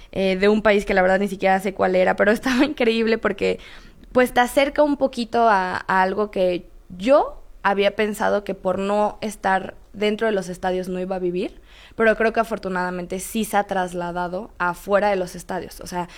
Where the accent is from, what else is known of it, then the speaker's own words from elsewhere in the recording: Mexico; Creo que ha sido una experiencia muy padre y además pues que somos muy afortunados como mexicanos de recibir a tantos extranjeros